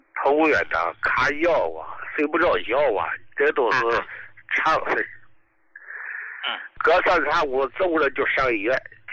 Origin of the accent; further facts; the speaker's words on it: Dalian, Liaoning, China; 就是在15年里面的得一种病啊，进医大就大，我是大连的哈、